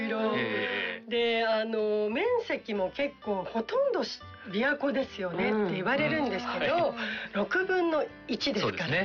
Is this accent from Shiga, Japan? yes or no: yes; Shiga, Japan; 私のふるさとをご紹介します。ここが好きです。滋賀県。